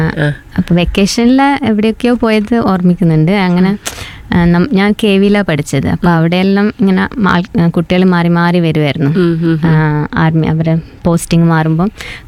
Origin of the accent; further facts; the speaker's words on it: Kannur, Kerala, India; moved away as an adult; now in Australia; കണ്ണൂർ. തന്നെ കണ്ണൂർ പെരളശ്ശേരിക്കടുത്ത് വെള്ളച്ചാൽ എന്ന് പറഞ്ഞു.